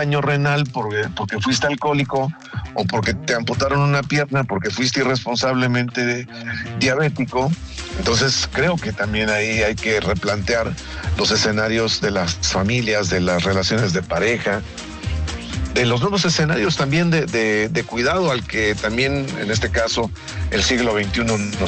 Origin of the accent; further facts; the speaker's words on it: Mexico City, Mexico; Yo crecí en un vecindario en la Ciudad de México